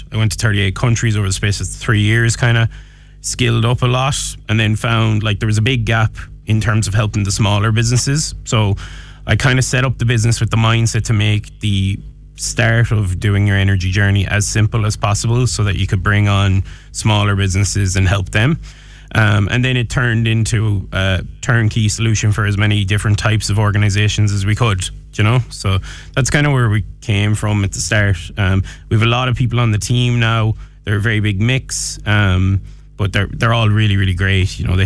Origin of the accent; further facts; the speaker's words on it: Galway, Connacht, Ireland; Yeah, so I'm from Galway, obviously.